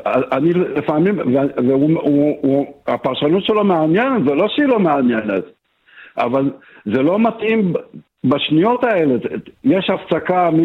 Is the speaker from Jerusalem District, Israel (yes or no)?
yes; Jerusalem, Jerusalem District, Israel; born there; אני יליד ירושלים